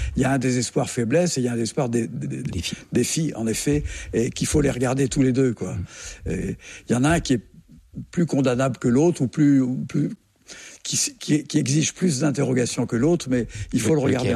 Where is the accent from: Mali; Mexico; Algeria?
Algeria; born there; Je suis né en 1944 en Algérie d'un père charentais.